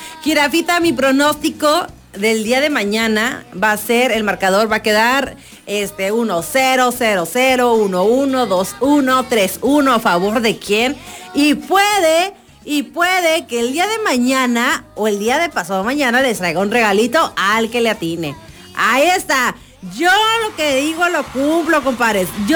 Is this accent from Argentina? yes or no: no; Mexico; Eso es que, oye, somos mexicanos y no le tenemos fe a México.